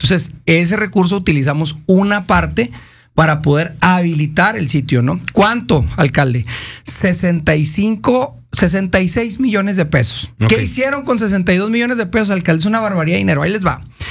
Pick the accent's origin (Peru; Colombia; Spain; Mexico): Mexico; Chihuahua; como somos los chihuahuenses